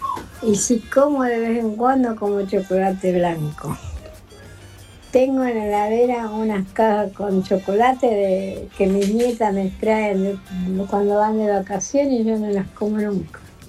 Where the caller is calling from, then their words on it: Valentín Alsina, Buenos Aires Province, Argentina; de Valentín Encina.